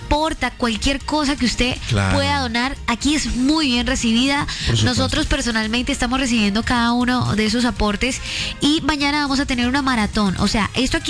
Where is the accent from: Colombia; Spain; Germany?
Colombia; Barranquilla, Atlántico; Mostrando todos lo que somos barranquilleros, capaces.